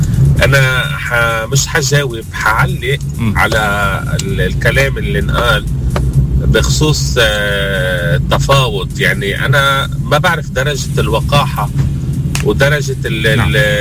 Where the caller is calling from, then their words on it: Lebanon; انا لبناني وبفتخر بلبنانيتي